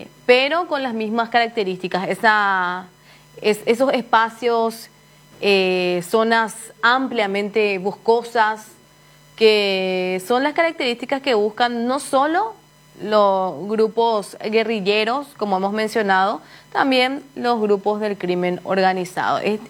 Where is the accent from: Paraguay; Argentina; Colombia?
Paraguay; a nosotros, hablo de Paraguay